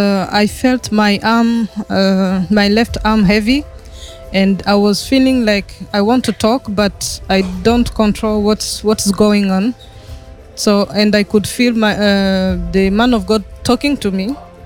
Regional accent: France; I'm coming from France.

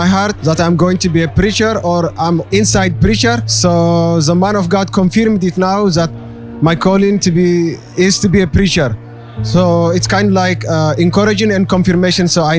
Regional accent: Eritrea; now in Germany; Originally, I'm from Eritrea, but I reside in Germany. So I come from Germany

